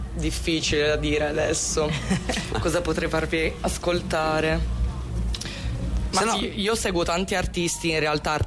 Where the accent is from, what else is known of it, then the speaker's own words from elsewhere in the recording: Susa Valley, Piedmont, Italy; Io sono della Val di Susa.